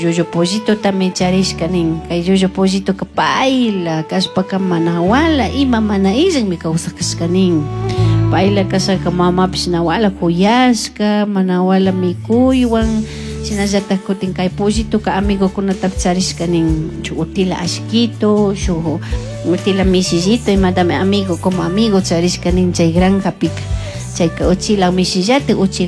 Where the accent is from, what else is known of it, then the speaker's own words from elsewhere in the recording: Cacha parish, Chimborazo, Ecuador; born there; En mi parroquia Cacha hay una comunidad donde yo nací, se llama Amula Grande, Rayo Loma.